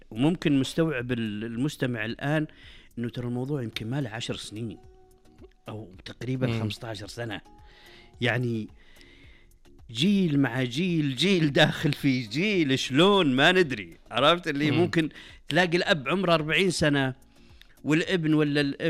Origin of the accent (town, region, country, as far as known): Saudi Arabia